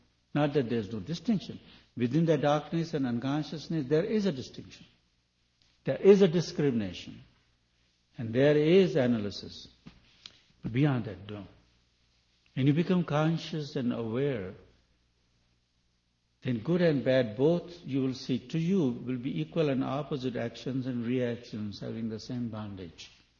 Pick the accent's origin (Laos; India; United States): India; English is a second language; Not because I'm from India, Sanskrit knowing person a little bit